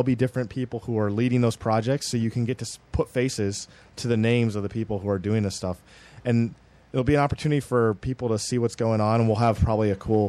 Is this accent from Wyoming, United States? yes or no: no; Los Angeles, California, United States; And since I'm from West LA, I'm pretty familiar with the people out there.